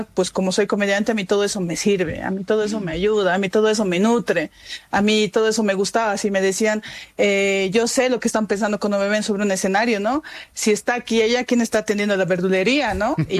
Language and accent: Spanish; Jujuy, Argentina; Y yo les decía, soy de Jujuy, ¿no? Soy de Jujuy